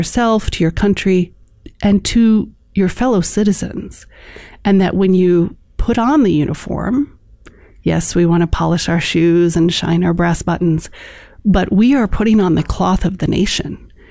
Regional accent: Chicago, Illinois, United States; born or raised there

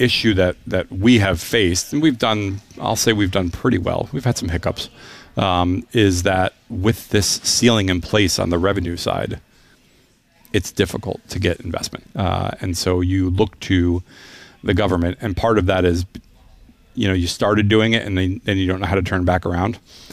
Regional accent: Troy, New York, United States; so I grew up in Troy, and you know, the idea that people were going to build a couple hundred apartments a year in Troy was ludicrous, right?

